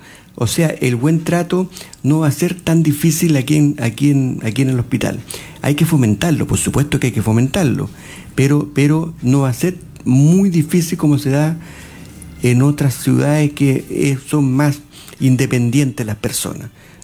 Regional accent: Santiago, Santiago Metropolitan Region, Chile; now in Cauquenes, Chile; Yo soy santiaguino

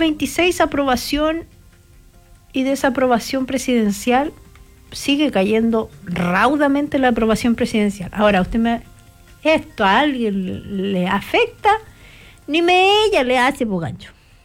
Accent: Chile; nosotros como chilenos

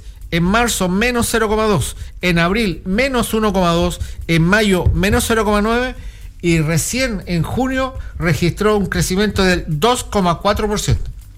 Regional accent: Chillán, Ñuble, Chile; born there; moved away; todavía tengo algunos restos de mi familia en Chillán, de donde yo nací

